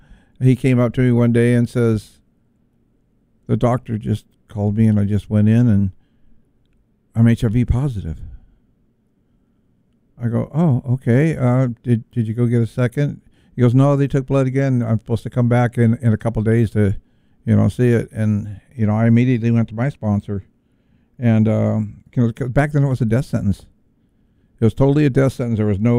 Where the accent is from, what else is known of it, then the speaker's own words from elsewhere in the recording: California, United States; and you know, that's sad and it sucks because that I'm from California, but it's probably true too.